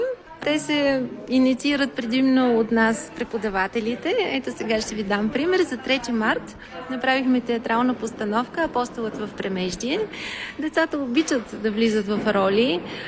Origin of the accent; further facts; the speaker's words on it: Sofia, Sofia City, Bulgaria; moved away as an adult; also born or lived in Pleven, Bulgaria; now in Graz, Austria; Аз съм родом от Плевен, съм израснала в София. В Австрия дойдох преди 25 години да работя и така тук останах, пуснах корени, създавах моето семейство